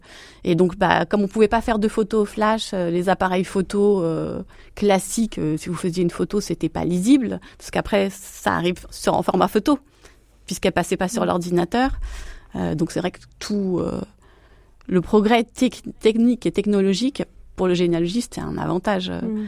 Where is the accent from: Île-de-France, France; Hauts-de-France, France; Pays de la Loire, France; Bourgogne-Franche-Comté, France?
Pays de la Loire, France; c'était en Mayenne, hein, je suis originaire de la Mayenne, et les archives, c'était à Laval même